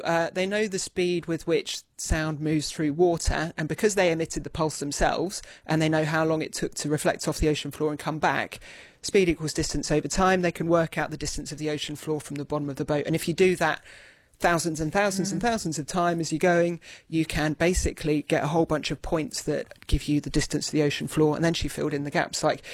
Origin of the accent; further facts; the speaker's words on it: Leicester, East Midlands, United Kingdom; So I'm from Leicester, which is a landlocked county right in the middle of England.